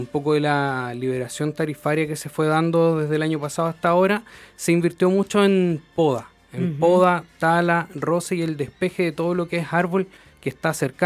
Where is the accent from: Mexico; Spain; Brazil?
Brazil; now in Chile; Yo llevo ya 20 años en el sur. Yo soy de Brasil, principalmente. Ahí nos vinimos a vivir al sur de Chile con mi mamá.